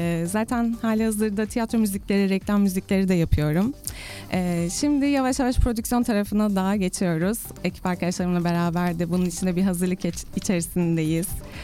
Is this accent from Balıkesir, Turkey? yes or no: yes; Balıkesir, Turkey; moved away as an adult; also born or lived in İzmir; now in Istanbul, Turkey; Balıkesir'liyim bu arada ben. Orada büyüdüm